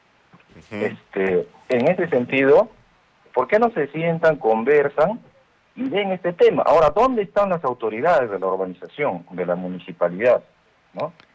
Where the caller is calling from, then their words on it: Peru; todos somos peruanos.